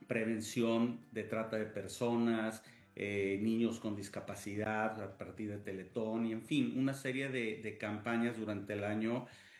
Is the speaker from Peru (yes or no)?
no; Mexico; sino que todos como mexicanos, porque esta inversión 75% vino de empresarios mexicanos